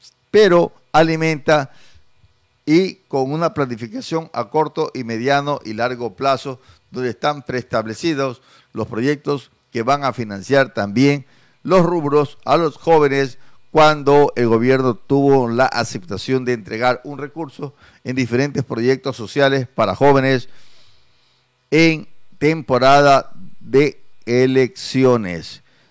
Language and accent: Spanish; Ecuador